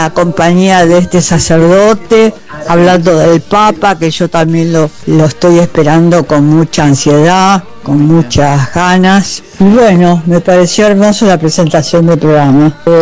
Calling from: Buenos Aires, Argentina; de Núñez.

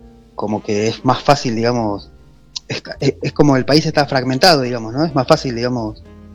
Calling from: Tigre, Buenos Aires Province, Argentina

